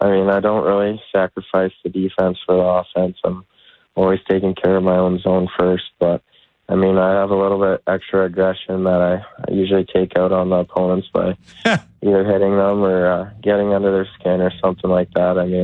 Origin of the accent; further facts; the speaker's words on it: Canada; growing up and being a Canadian kid